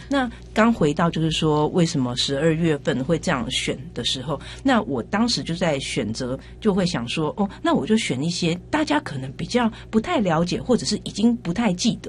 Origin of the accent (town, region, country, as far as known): Taiwan